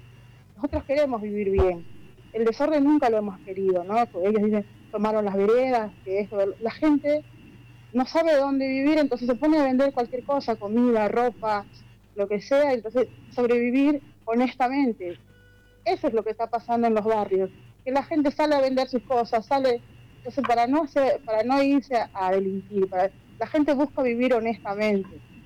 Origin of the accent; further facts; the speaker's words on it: Peru; moved away as an adult; now in Buenos Aires, Argentina; soy de la comunidad peruana, migrante acá en Argentina hace más de 15 años. Mis hijos son nacidos acá.